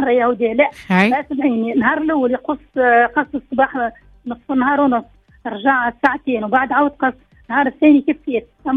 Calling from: Dar Chichou, Nabeul Governorate, Tunisia; منطقة نسكن فيها هنا دار شيش وقليبيا، ما بين

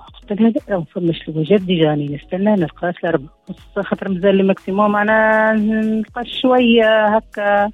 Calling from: Kairouan, Kairouan Governorate, Tunisia

